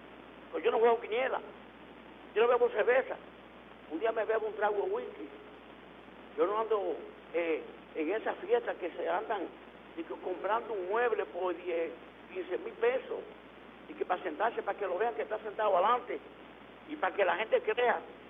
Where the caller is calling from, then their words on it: Dominican Republic